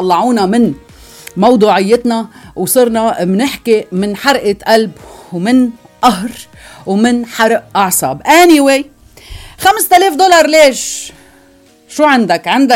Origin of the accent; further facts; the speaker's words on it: Lebanon; ونحن كمواطنين لبنانيين عم نعاني، بتعرفوا اقتصاد البلد لسه عم بيجرب يرجع يوقف على أجره